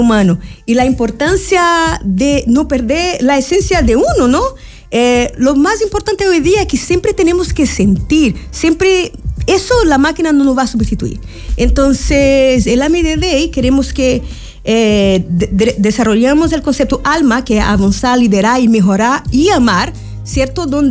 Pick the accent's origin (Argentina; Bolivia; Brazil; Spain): Brazil; Spanish is a second language; now in Chile; voy a hablar lento porque soy brasileña, a veces el portugués